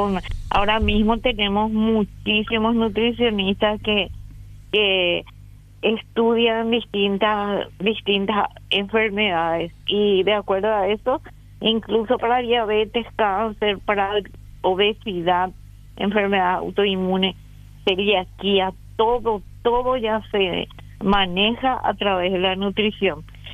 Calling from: Capiatá, Central, Paraguay; somos de Capillas. Sí, Capieta.

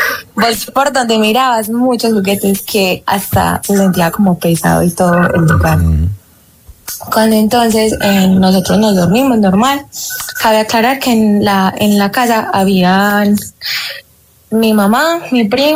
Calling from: Medellín, Antioquia, Colombia; Desde Medellín

